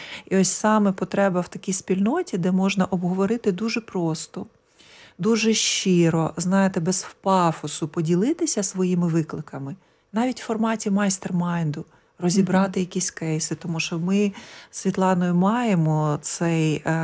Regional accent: Kyiv, Ukraine; Я з Києва, я живу в Києві вже більше 30 років

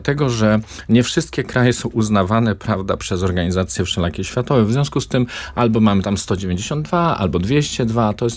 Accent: Podlaskie Voivodeship, Poland; born there; moved away; to jest taka mała wioska, skąd ja pochodzę z urodzenia, na ziemia suwalska

